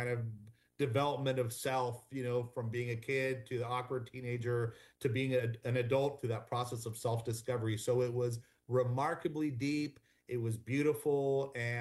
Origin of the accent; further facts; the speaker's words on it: United States; being half Venezuelan and being American